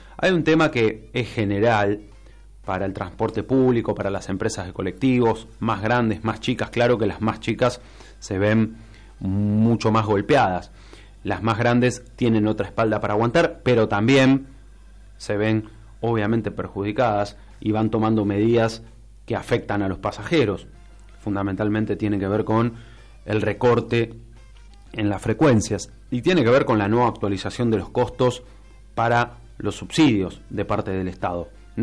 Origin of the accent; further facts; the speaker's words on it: Buenos Aires Province, Argentina; quedamos como rehenes y siendo perjudicados los bonaerenses.